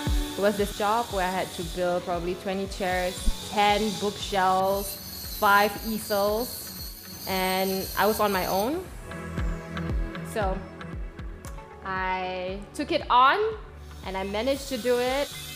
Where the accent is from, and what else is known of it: Kuala Lumpur, Malaysia